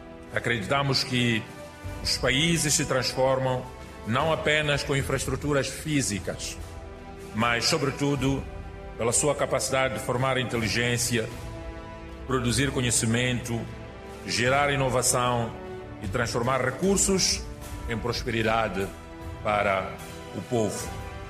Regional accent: Mozambique; Esta conferência realiza-se num momento particularmente importante da nossa história coletiva como moçambicanos.

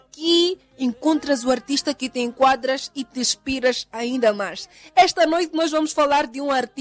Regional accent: Mozambique; cada um de nós como moçambicanos

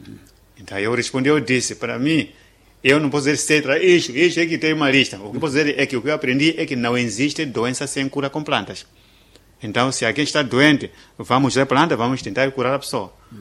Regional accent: Tete, Mozambique; eu sou moçambicano, sou daqui, mas fui ver um pouco na África do Sul.

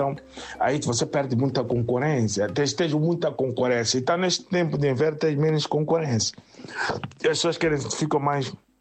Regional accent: Mozambique; é como moçambicano também, para dizer que o sangue do moçambicano dentro corre sempre nas minhas veias.

